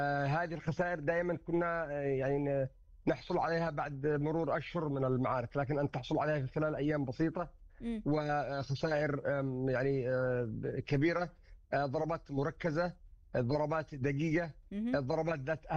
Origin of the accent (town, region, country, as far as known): Yemen